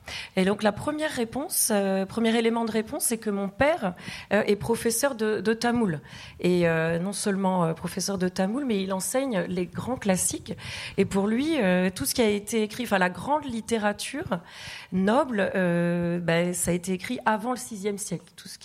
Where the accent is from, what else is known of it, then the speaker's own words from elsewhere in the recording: Tamil Nadu, India; first language Tamil; French is a second language; moved away; dans l'état d'où je viens, le Tamil Nadu